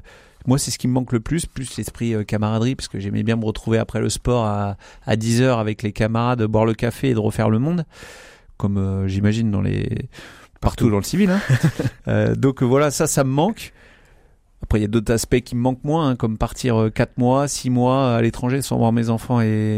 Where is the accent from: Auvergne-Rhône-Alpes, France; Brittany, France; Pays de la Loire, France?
Pays de la Loire, France; Le Mans; Oui, je suis autour du Mans. Par contre, ma mère n'a jamais déménagé des Sablons, donc je suis régulièrement encore au quartier des Sablons.